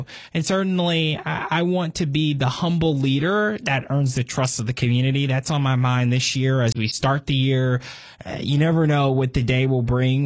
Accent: Cincinnati, Ohio, United States; now in Fort Mill, United States; From Cincinnati, Ohio, but now live on the border of Charlotte in Fort Mill, South Carolina, studying public policy and public relations.

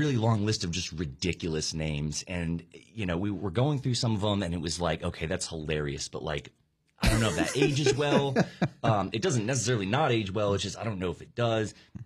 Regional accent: Chapel Hill, North Carolina, United States; And Luke and I grew up in a time where we're from Chapel Hill.

